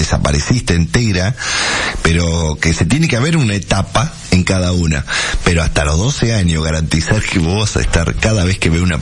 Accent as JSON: {"language": "Spanish", "country": "Argentina"}